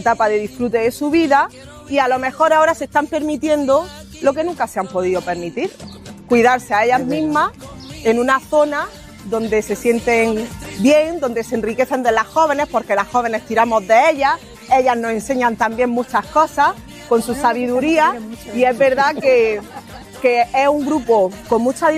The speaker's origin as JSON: {"language": "Spanish", "town": "Albuñol", "region": "Andalusia", "country": "Spain", "tie": "born or raised there", "said": "soy de Albuñol."}